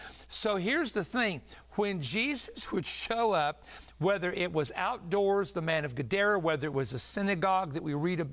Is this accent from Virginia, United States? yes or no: yes; Big Stone Gap, Virginia, United States; when I was a kid growing up in Big Stone Gap, Virginia, my dad was a preacher of a small church, a pastor